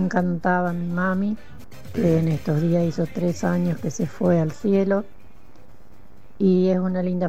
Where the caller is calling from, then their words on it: Quebracho, Argentina; de Quebracho.